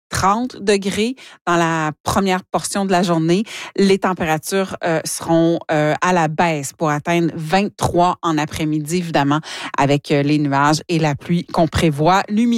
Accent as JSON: {"language": "French", "region": "Ontario", "country": "Canada", "tie": "born there", "said": "Et je termine ma tournée, pourquoi pas, avec ma région natale. Allons-y avec Hearst-Kapuskasing, Smooth Rock Falls, donc le corridor de la route 11."}